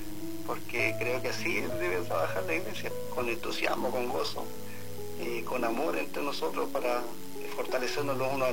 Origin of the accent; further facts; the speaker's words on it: Valdivia, Los Ríos, Chile; yo soy de Valdivia, y qué bendición para mí es poder anunciar en mi ciudad